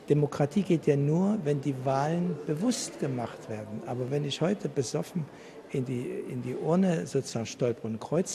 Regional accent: Iran; moved away; Ich komme aus Iran.

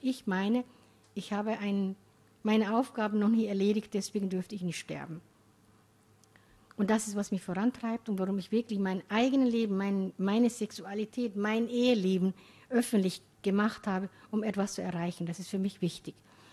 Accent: Somalia; in Somalia, das kenne ich nicht. Ich bin in Hemd und Hose, als Nomadin in kleines Tuch, aber sonst bin ich in Hemd und Hose aufgewachsen.

